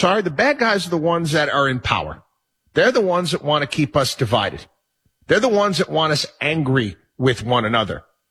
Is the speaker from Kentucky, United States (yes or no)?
no; Albany, New York, United States; I grew up in Albany, New York. I saw a lot of that.